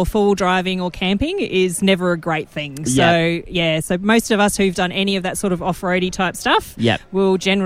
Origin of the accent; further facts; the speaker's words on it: McLaren Vale, South Australia, Australia; South Australia.